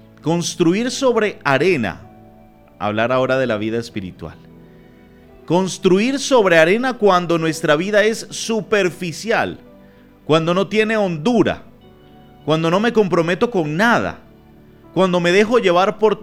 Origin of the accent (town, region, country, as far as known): Venezuela